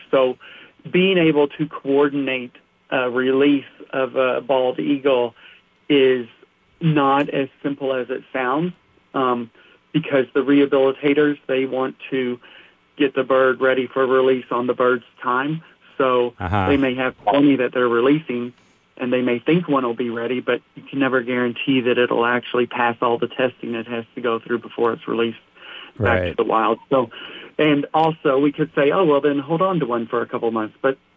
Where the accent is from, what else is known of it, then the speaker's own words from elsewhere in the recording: Fern Creek, Kentucky, United States; now in Virginia, United States; I'm from Fern Creek, Kentucky, but I live right now in Virginia.